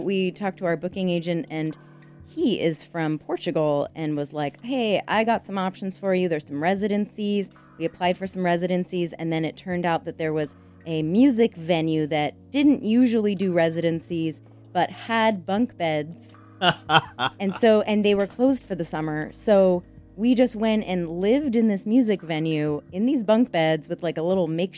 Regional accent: Santa Cruz, California, United States; And I'm from Santa Cruz, California.

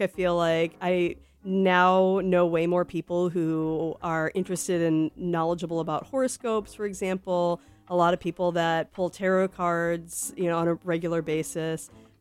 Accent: Salem, Massachusetts, United States; now in California, United States; growing up in Salem

